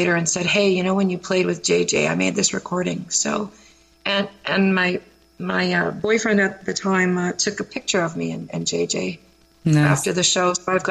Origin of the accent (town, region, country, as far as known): Saskatoon, Saskatchewan, Canada; born or raised there; also born or lived in Ottawa / Toronto; now in Niagara, Canada